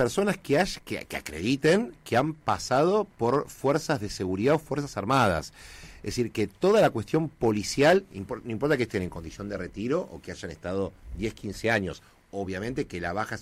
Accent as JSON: {"language": "Spanish", "town": "Quilmes", "region": "Buenos Aires Province", "country": "Argentina", "tie": "born or raised there", "said": "Yo siempre toda mi vida viví acá, nací en Tesal, sí, en Bernal, viví, sí, sí, toda la vida en Quilmes."}